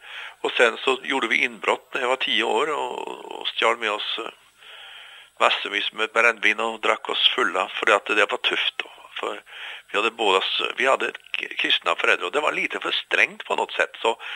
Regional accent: Oslo, Norway; Swedish is a second language; also born or lived in Tromsø, Norway; now in Gothenburg, Sweden; av Tromsö. Jag flyttade faktiskt ner med familjen när jag var 3 år gammal bara. Mm. Så jag har vuxit upp i Oslo.

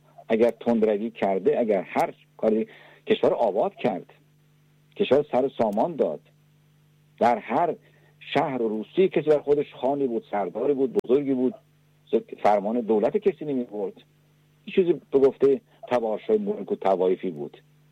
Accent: Iran; اگر من ایرانی هستم، مردم خودم رو دوست دارم، میهن خودم رو دوست دارم،

